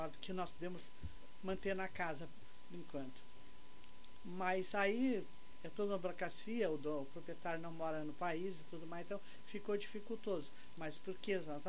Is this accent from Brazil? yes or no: yes; Pelotas, Rio Grande do Sul, Brazil; born there; eu sou pelotense de nascença, passei alguns anos viajando quase todo o país, mas foi idas e voltas, momentos e oriunda de periferia.